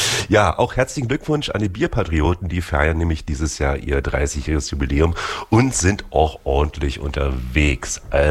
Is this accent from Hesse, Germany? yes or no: no; Berlin, Germany; Okay, ein paar von den Sachen würde ich jetzt als Berliner nicht so stehen lassen